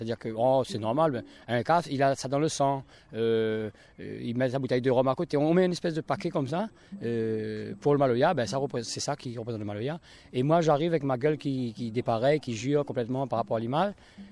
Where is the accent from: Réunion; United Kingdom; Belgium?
Réunion; Ou alors, on est réunionnais, nourri de tous ces apports-là. Et moi, mes sens sont en éveil depuis petit avec les tambours malbar qui accompagnent les cérémonies rituelles tamoul malbar